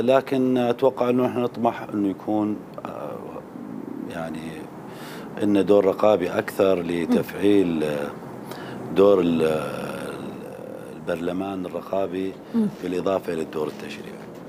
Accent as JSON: {"language": "Arabic", "country": "Syria", "said": "القوانين والمرونة اللي نكون نقبل فيها بعضنا كسوريين"}